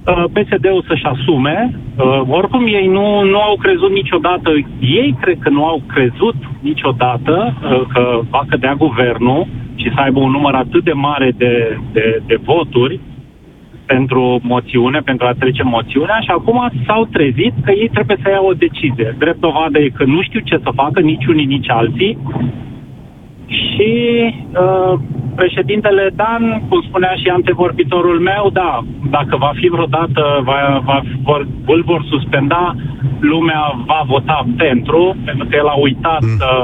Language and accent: Romanian; Romania; așa suntem români întotdeauna.